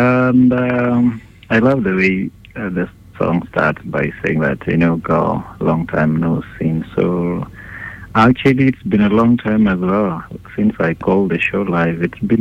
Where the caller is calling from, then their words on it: Kericho, Kericho County, Kenya; Yes, I'm calling from Kericho.